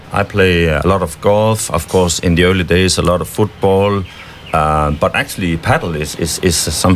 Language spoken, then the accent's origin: English; Denmark; moved away as an adult; now in Hua Hin, Thailand; So, I'm from Denmark. Mm-hmm. I've been living in Hua Hin for nearly 4 years.